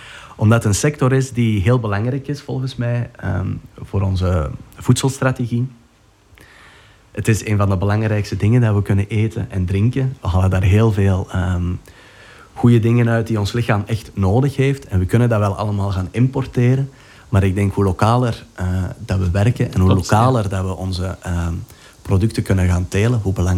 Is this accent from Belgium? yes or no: yes; Sint-Niklaas, Flanders, Belgium; accent: Sint-Niklaas dialect; Ik praat alleen maar echt plat Sint-Niklaas als ik bij mijn familie ben.